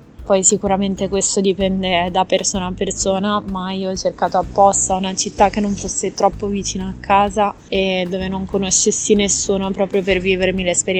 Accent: Imperia, Liguria, Italy; moved away as an adult; now in Novara, Italy; Vengo da Imperia, che è circa a 200 km da Novara. Sono più o meno 2 ore e mezza di macchina, ma sfortunatamente coi mezzi è mal collegata, quindi sono anche 4 ore e mezza, 5 di viaggio per tornare a casa.

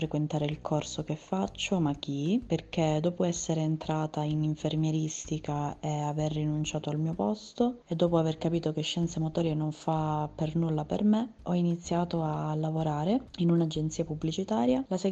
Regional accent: Catanzaro, Calabria, Italy; vengo da Catanzaro

